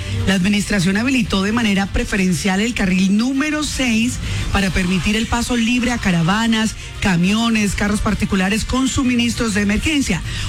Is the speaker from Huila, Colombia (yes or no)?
no; Cali, Valle del Cauca, Colombia; como somos los colombianos, como somos los caleños